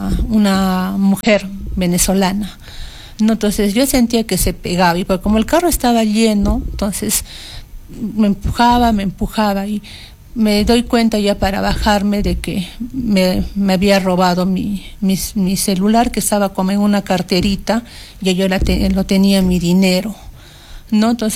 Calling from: Paucarpata, Arequipa, Peru; Yo vivo en Israel, en Paucarpata.

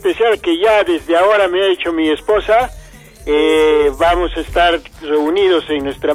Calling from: Arequipa, Peru; De la urbanización San Martín de Socabaya.

